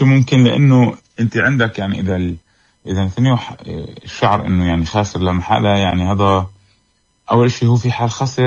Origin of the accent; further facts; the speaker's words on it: Palestine; علينا كلنا كفلسطينيين